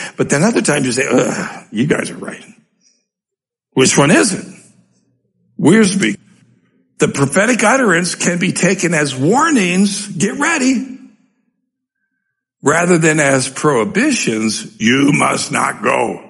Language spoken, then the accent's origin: English; Denver, Colorado, United States; So here I come from Denver, Colorado. In Denver, Colorado, I am a mountain man.